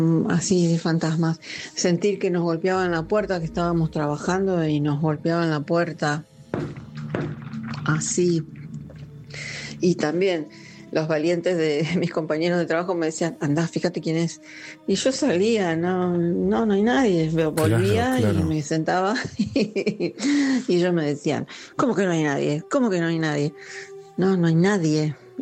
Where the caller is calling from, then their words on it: Marcos Paz, Buenos Aires Province, Argentina; de Marcos Paz.